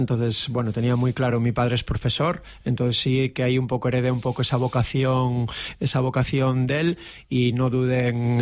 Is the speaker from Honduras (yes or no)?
no; Santiago de Compostela, Galicia, Spain; now in La Seu d'Urgell, Spain; nací en Santiago de Compostela en un 3 de junio de 1980.